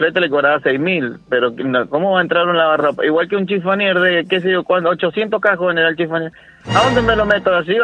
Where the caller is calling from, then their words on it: Carrodilla, Mendoza, Argentina; yo soy de Carrodilla